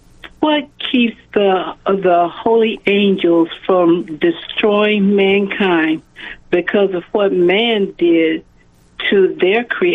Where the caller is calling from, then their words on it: Kansas City, Missouri, United States; I'm calling from Kansas City, and we listen to you on the radio.